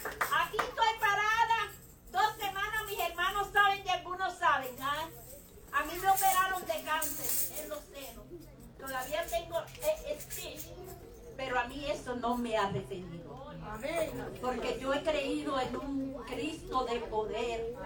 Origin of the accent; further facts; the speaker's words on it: Puerto Rico; soy boricua, perdóneme por las palabras. Todo inclenco, yo tengo 65 años.